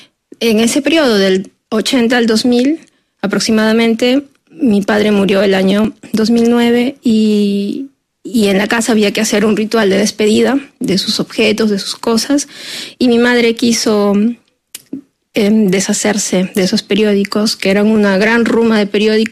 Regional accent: Peru; importante en Perú que aborda también un conflicto, o sea, la matanza, el asesinato de 50 personas en mi país en los años 2022-2023.

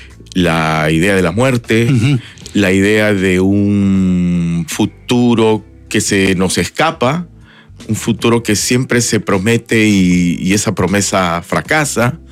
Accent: Peru; nosotros como peruanos

